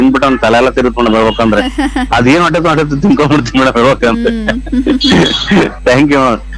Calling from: Karnataka, India; ನಾವು ಬಯಸಿಮೆ ಕಡೆಯವರು

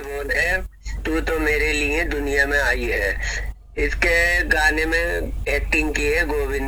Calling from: Sambhal, Uttar Pradesh, India; का प्यार भरा आदाब

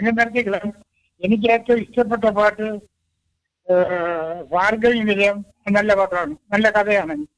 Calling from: Kallayam, Kerala, India; മോളെ വീട് കല്ലയമാണ്.

